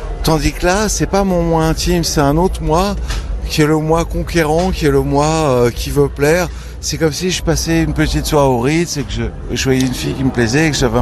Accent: France; on est français

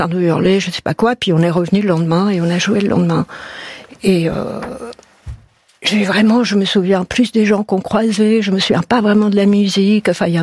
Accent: France; on est des … from France, comme c'est marqué sur l'affiche.

